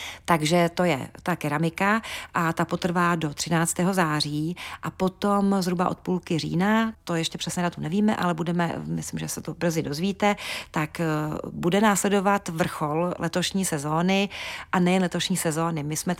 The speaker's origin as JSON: {"language": "Czech", "region": "Prague", "country": "Czechia", "moved": "as an adult", "lives_now": "Humpolec, Czechia", "said": "já třeba osobně jsem Pražák jako poleno, jak se říká, ale Humpolec mi velmi jaksi přirostl prostě k srdci a vlastně trávím tady už mnohem víc času než v Praze, takže už se cítím být víc jako Humpolačkou"}